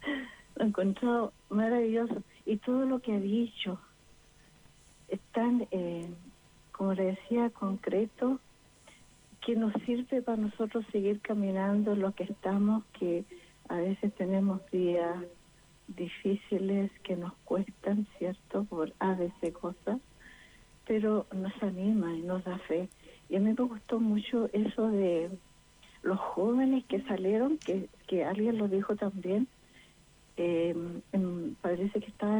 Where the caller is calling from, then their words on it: Santiago, Santiago Metropolitan Region, Chile